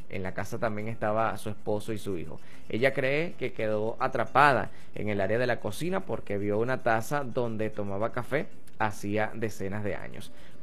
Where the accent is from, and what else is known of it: Venezuela